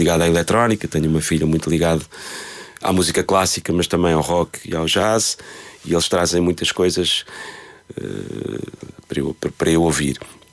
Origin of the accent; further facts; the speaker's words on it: Lisbon, Portugal; born there; moved away as an adult; also born or lived in New York; Eu nasci em Lisboa.